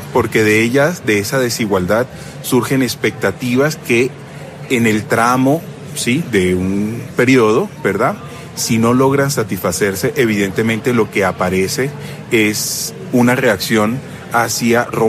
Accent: Barranquilla, Atlántico, Colombia; born there; Yo soy egresado del Colegio San José de Barranquilla y egresado de Filosofía de la Javeriana.

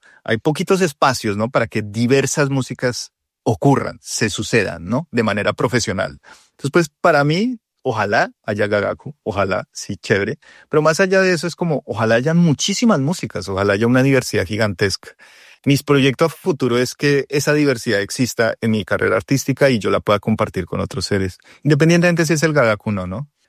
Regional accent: Bogotá, Colombia; moved away as an adult; now in Tokyo, Japan; nosotros íbamos al territorio siendo pues cachacos, rolos, ¿no?

